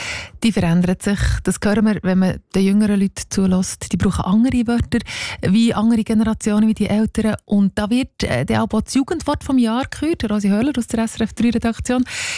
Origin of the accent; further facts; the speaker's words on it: Switzerland; unsere Dialekt in der Schweiz